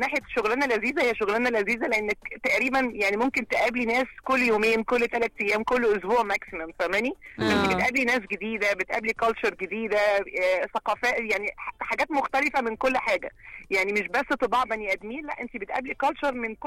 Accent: Egypt; احنا كمصريين

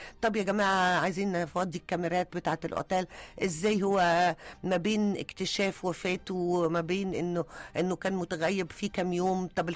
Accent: Egypt; احنا كمواطن مصري

